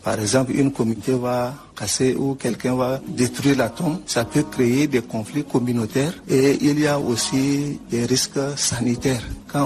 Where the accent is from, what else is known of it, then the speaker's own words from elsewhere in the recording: Chad; Sur le plan juridique, chez nous au Tchad, comme ailleurs, c'est un délit